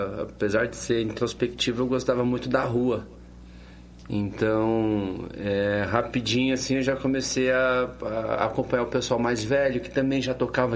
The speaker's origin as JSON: {"language": "Portuguese", "town": "Criciúma", "region": "Santa Catarina", "country": "Brazil", "tie": "born there", "moved": "as an adult", "lives_now": "Paraná, Brazil", "said": "Eu sou nascido em Criciúma, Santa Catarina. E moro aqui no Paraná."}